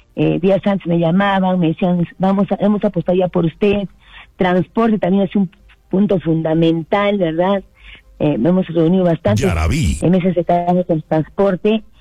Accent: Hunter, Arequipa, Peru; agradecer a mi pueblo lindo de Hunter por la confianza, por segunda vez que me da para trabajar por mi pueblo lindo. Muy agradecida al pueblo de Hunter.

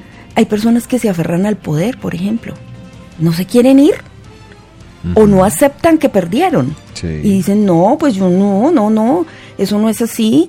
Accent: Colombia; manejó otras cosas que a veces como colombianos no manejamos.

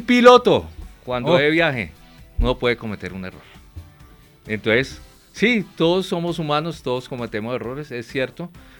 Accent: Colombia; lo que somos los colombianos

